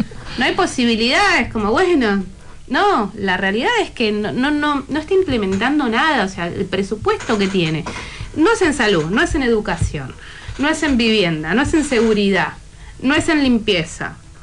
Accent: Buenos Aires, Argentina; born there; yo nací acá en mi barrio, nadie nació en su barrio, somos más porteños que la polenta

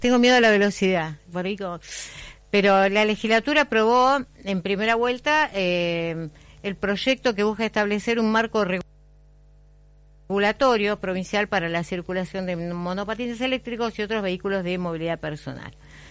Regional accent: Santiago del Estero, Argentina; now in Roca, Argentina; de Santiago del Estero. Me encuentro trabajando por Roca.

